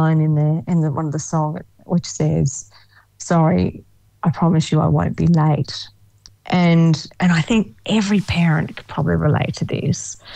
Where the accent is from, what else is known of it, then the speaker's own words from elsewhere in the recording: Australia; I think sometimes Australia, and I love Australia. It's my hometown